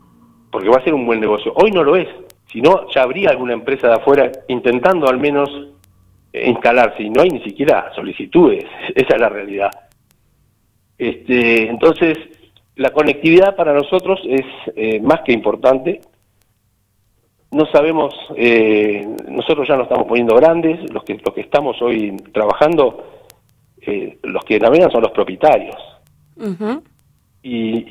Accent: Puerto Deseado, Santa Cruz, Argentina; los tres somos nacidos en Puerto Deseado.

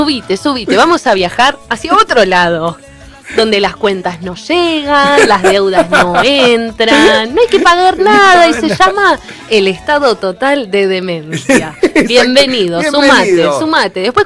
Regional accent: Argentina; así somos los argentinos

